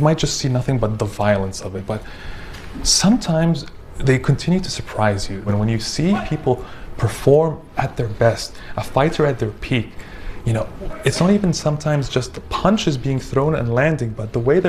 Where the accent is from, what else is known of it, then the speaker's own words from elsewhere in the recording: Egypt; now in Canada; I grew up in Egypt, and the world of sports and politics is not something you could avoid back home. When I moved to Canada, I discovered a sport called mixed martial arts.